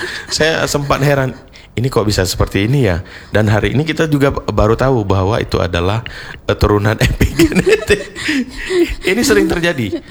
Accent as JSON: {"language": "Indonesian", "region": "Aceh", "country": "Indonesia", "said": "logat Sumatera Utara itu kan, yeah, kalau kita sebagai orang Aceh kan agak keras."}